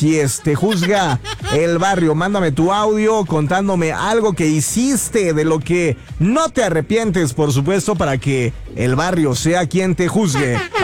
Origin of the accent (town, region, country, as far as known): Mexico